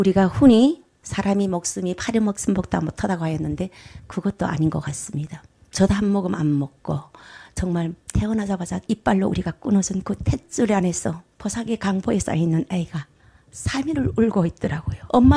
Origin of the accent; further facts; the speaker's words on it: North Korea; now in South Korea; 저는 대한민국에 들어오기 전에 북한 땅에서는 북한에서 말하는 빨갱이 집안에서 자랐던 사람입니다.